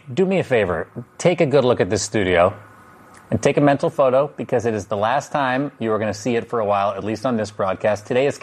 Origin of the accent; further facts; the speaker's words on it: Los Angeles, California, United States; to my hometown of Los Angeles.